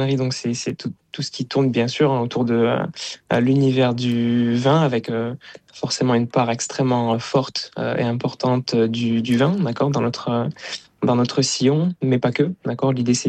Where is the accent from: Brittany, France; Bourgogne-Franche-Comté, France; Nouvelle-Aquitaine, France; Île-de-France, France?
Nouvelle-Aquitaine, France; Bayonne; Moi, je suis originaire de Bayonne, donc j'ai des parents restaurateurs. Donc, je suis né, j'ai grandi dans le restaurant familial.